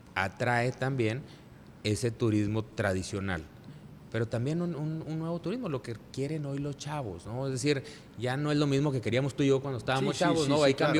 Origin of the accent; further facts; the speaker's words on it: Chihuahua, Mexico; Somos mexicanos, orgullosamente mexicanos, pero a los chihuahuenses nos interesa Chihuahua.